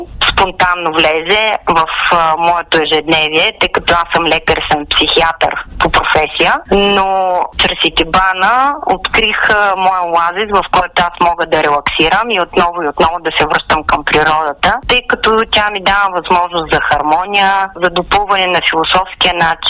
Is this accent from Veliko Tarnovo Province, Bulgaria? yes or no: yes; Veliko Tarnovo, Veliko Tarnovo Province, Bulgaria; в моя роден град Търново